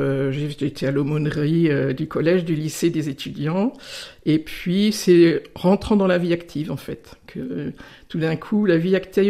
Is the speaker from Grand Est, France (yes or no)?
yes; Grand Est, France; Très vite, mes parents sont partis en Lorraine pour des raisons professionnelles. Et puis j'ai grandi donc en Lorraine jusqu'à l'âge de 16 ans.